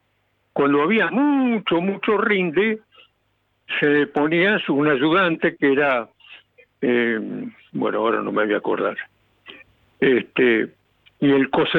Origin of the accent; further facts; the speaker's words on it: Guanguelén, Buenos Aires, Argentina; born there; mi padre es vasco, mi madre árabe, y en mi pueblo estaba lleno de árabes, judíos, turcos, gallegos, italianos, polaco